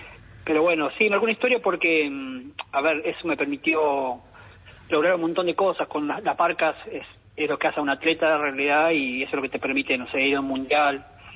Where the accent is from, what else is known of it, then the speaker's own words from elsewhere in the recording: Entre Ríos, Argentina; Villaguay, que está cerca de mi pueblo.